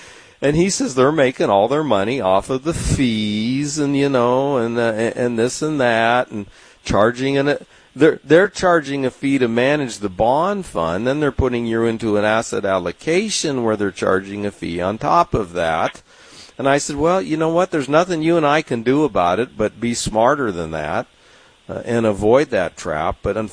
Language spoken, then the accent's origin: English; San Diego, California, United States; I'm from San Diego, California. I've never been to Switzerland.